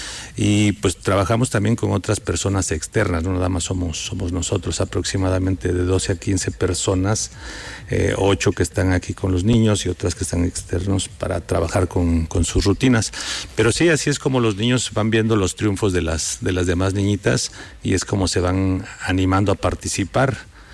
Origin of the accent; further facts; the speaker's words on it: Oaxaca, Mexico; Que también somos pues oaxaqueños y mexicanos que vamos a representar en este momento a nuestro país